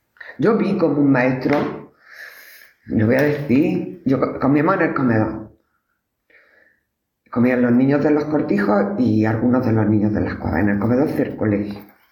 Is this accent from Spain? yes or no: yes; Huéscar, Andalusia, Spain; born or raised there; moved away as an adult; now in Granada, Spain